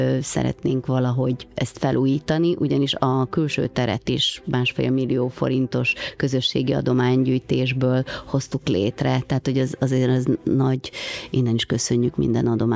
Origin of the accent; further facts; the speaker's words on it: Transylvania, Romania; moved away; egy kis erdélyi városban születtem